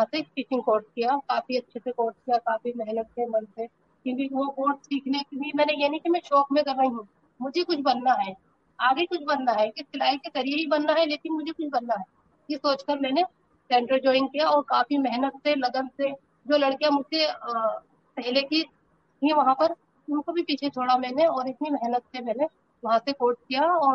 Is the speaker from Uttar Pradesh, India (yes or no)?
yes; Rampur, Uttar Pradesh, India; और मैं रामपुर शहर से छोटे से मोहल्ले कलघर के रहने वाली हूँ।